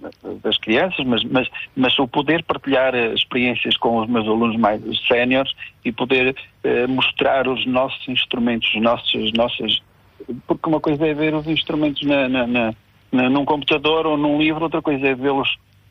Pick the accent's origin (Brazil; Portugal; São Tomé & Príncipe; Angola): Portugal; now in Vila Nova de Gaia, Portugal; Eu sou natural de uma aldeia próxima de Castro Bay, Cujó, Castro Bay, mas vivo em Vila Nova de Gaia desde 2011.